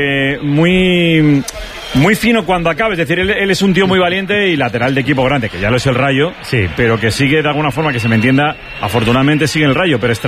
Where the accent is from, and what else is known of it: Legazpi, Basque Country, Spain